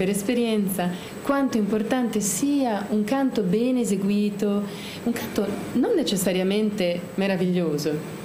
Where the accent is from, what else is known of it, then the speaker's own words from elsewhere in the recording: Veneto, Italy; Io sono veneta.